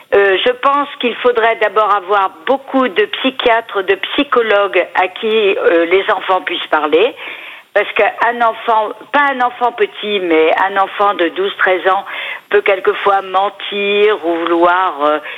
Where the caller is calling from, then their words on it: Aix-en-Provence, Provence-Alpes-Côte d'Azur, France; Je vous appelle d'Aix-en-Provence.